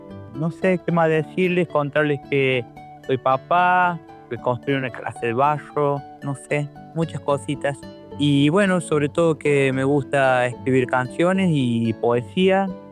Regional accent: Villa Dolores, Córdoba, Argentina; now in Alta Gracia area, Córdoba, Argentina; soy músico del Valle detrás de Sierra, nacido en la ciudad de Villa Dolores, mi querida ciudad de Villa Dolores, actualmente afincado por el lago de Parabachasca, cerca de Altagracia, siempre habitante de la parte serrana de Córdoba

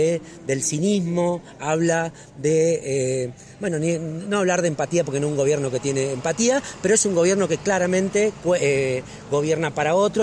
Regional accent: Argentina; esto que nos está sucediendo como argentino

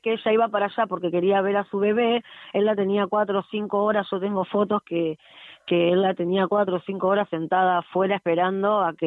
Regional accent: General Pacheco, Buenos Aires Province, Argentina; nosotros somos de acá de Pacheco

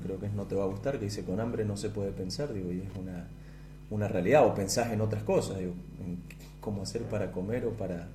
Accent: Argentina; cada uno y cada una de nosotros, digo, como argentinos

